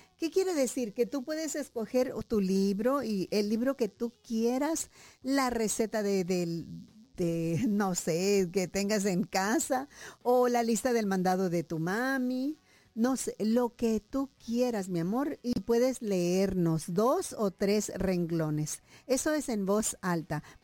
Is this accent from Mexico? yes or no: yes; Mexico; me dieron así mucha tristeza como mexicana.